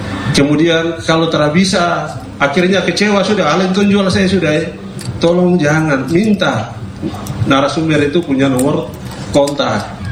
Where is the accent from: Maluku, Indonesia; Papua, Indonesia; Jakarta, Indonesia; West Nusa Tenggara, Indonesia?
Papua, Indonesia; saya Papua baru, saya bukan Papua kemarin, saya Papua baru, saya generasi Papua baru